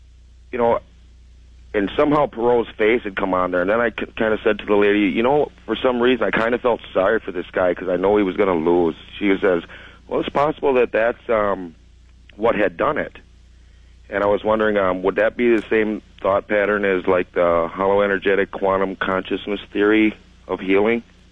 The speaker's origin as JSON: {"language": "English", "town": "St. Paul", "region": "Minnesota", "country": "United States", "said": "I'm from St. Paul, Minnesota."}